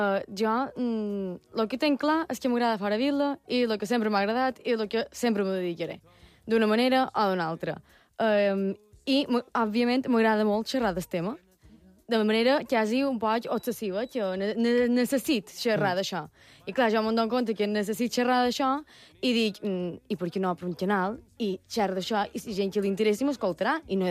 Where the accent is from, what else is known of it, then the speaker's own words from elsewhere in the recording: Manacor, Balearic Islands, Spain; De Manacor, crec que se nota.